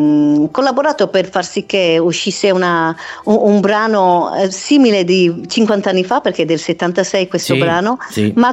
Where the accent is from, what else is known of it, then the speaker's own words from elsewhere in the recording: Melbourne, Victoria, Australia; come io sono nata artisticamente in Australia, a Melbourne, e quindi da piccola prendevo lezioni da una maestra australiana